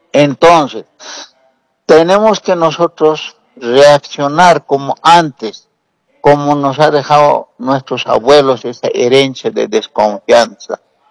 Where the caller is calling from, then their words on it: La Paz, Bolivia; Un saludo patriota aquí de La Paz, de la ciudad de La Paz.